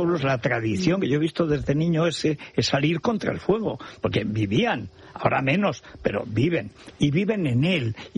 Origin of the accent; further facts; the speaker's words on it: Spain; born there; moved away; Era Guadalajara, pegado a mi pueblo. Y había un pueblo, eran pueblos muy pequeños, toda la parte del señorío de Molina, la parte de Monte